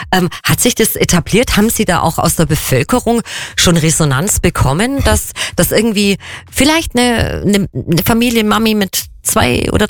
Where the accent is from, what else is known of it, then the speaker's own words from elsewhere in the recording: Kempten, Bavaria, Germany; Und Sie sagen mir das als gebürtige Kemptnerin.